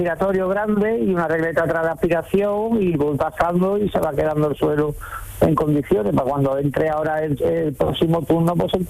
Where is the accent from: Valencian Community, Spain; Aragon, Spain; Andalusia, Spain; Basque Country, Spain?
Andalusia, Spain; Montequinto; now in El Ronquillo, Spain; Yo soy de toda la vida de Dios de Montequinto.